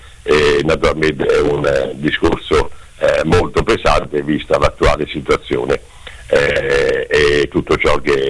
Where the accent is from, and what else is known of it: Perugia, Umbria, Italy